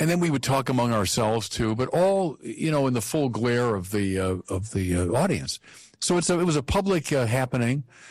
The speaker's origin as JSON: {"language": "English", "country": "United States", "said": "But I'm entering into the public debate precisely as a Catholic. Mm-hmm. And as an American."}